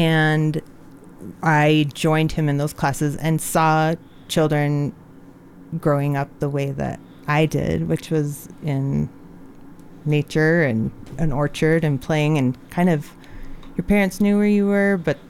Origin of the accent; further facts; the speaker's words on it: Willard, Utah, United States; I was born and raised in Willard, Utah, on a peach and cherry tree orchard.